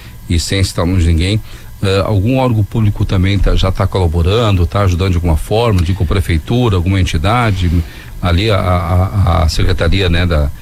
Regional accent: Cidreira, Rio Grande do Sul, Brazil; região que eu vou muitas vezes, me criei em Cidreira, né?

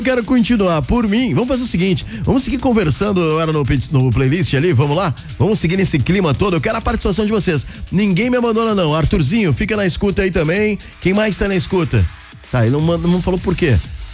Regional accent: Porto Alegre, Rio Grande do Sul, Brazil; eu amo o Vale do Taquari, sou porto-alegrense

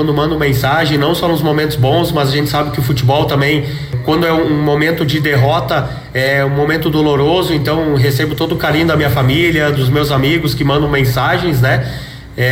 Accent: Roca Sales, Rio Grande do Sul, Brazil; moved away as an adult; as minhas raízes que eu sempre criei em Roca Salles, né? Eu sempre que posso venho aqui, visito a região, visito meus amigos, conhecidos

